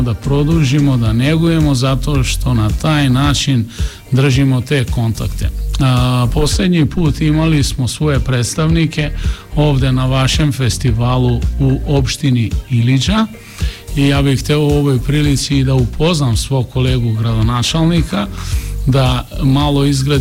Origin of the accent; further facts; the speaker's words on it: Kumanovo, Northeastern, North Macedonia; Ja dolazim iz Kumanova. Kumanovo je najveća opština u Makedoniji, ima preko 100.000 stanovnika i to je multikulturna opština